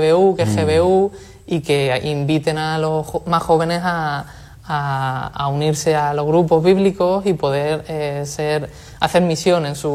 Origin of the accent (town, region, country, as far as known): Castilla-La Mancha, Spain